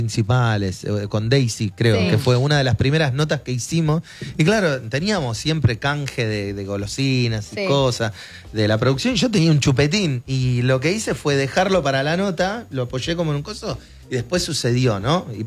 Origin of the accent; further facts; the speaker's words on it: Argentina; also born or lived in Spain; yo soy argentino